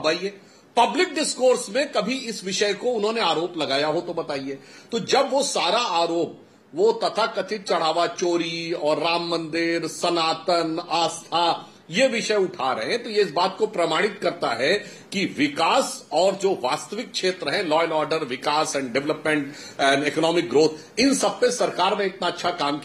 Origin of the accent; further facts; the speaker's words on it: Uttar Pradesh, India; हम लोग उत्तर प्रदेश के रहने वाले हैं।